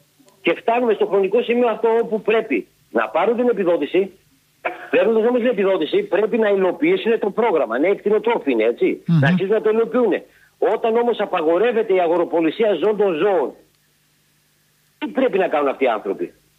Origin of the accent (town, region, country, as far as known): Antigonos, Western Macedonia, Greece